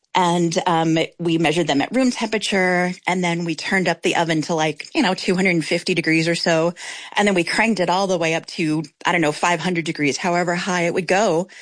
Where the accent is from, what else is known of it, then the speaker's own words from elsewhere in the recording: Silicon Valley, California, United States; I grew up in Silicon Valley in the 1980s, where my dad worked at Intel for many years.